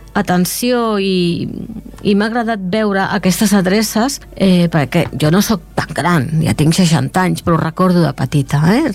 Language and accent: Catalan; Esplugues de Llobregat, Catalonia, Spain; Jo sóc de Can Clota, eh? Sí, i jo visc, jo visc al carrer del Sucre.